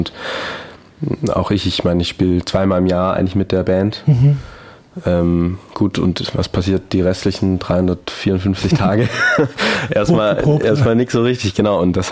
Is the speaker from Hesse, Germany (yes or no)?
no; Hechingen, Baden-Württemberg, Germany; ich komme ja aus dem Zollernalbkreis, aus Hechingen und komme da eigentlich so aus der Blasmusik.